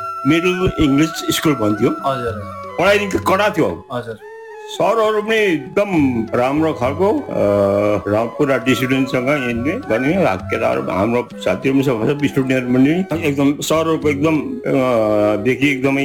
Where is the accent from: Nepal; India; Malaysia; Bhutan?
India; West Bengal; also born or lived in Mirik; 21 तारिक अप्रेल 1929 जन्म भएको रहेछ। मेरो जन्मस्थान चाहिँ फेरि मर्मा